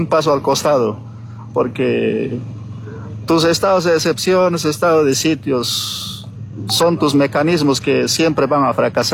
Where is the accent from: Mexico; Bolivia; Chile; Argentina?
Bolivia; como originarios, como bolivianos